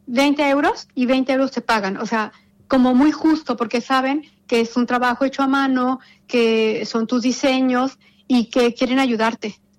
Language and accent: Spanish; Mexico; moved away as an adult; now in Spain; Es más silencioso que mi país.